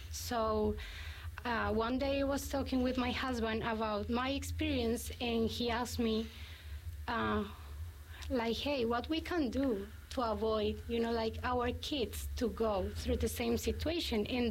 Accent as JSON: {"language": "English", "country": "Colombia", "first_language": "Spanish", "second_language": "English", "moved": "as an adult", "lives_now": "New Zealand", "said": "I am a psychologist coming from Colombia, so English is not my first language, as my mother tongue is Spanish. I've been living here for 3 years."}